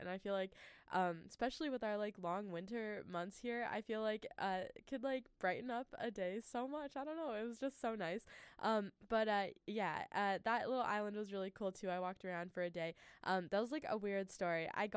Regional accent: Prince George, British Columbia, Canada; born or raised there

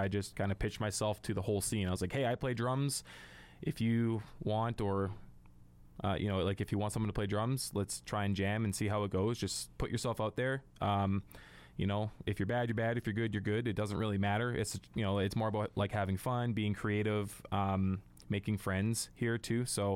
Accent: Terrace, British Columbia, Canada; born there; now in Prince George, Canada; I've been in Prince George for 12 years. I was born in Terrace.

